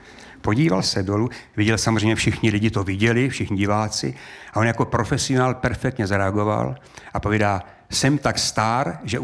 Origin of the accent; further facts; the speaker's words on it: North Bohemia, Czechia; Ale já jsem Severočech.